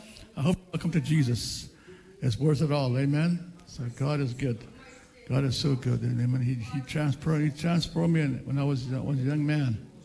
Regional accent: Manitoba, Canada; also born or lived in Churchill, Manitoba; They call it Bayline. That's from the paw to Churchill. So that's where I grew up, on the Bayline. And that was my home.

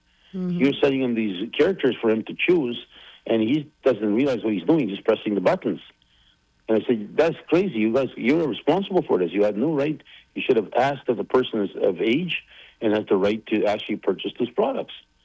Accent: Manitoba, Canada; I come from Manitoba

